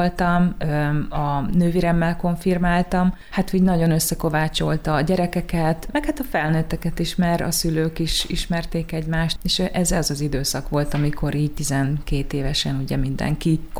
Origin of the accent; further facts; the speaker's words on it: Transylvania, Romania; ugye Erdélyből származom